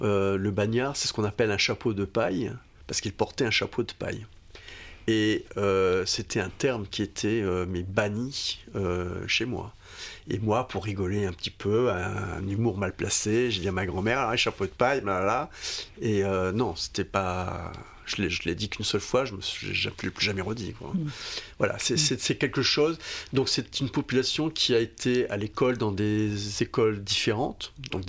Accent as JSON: {"language": "French", "town": "Nouméa", "region": "South Province", "country": "New Caledonia", "tie": "born there", "said": "Alors moi, je suis né à Nouméa, hein, en ville."}